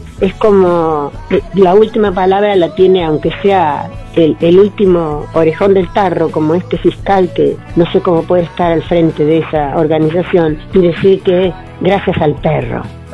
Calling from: San Martín, Argentina; de San Martín, estoy acá con mi mate.

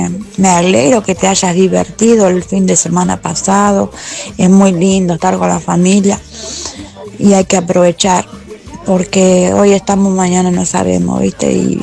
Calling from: Argentina; de San Cristóbal.

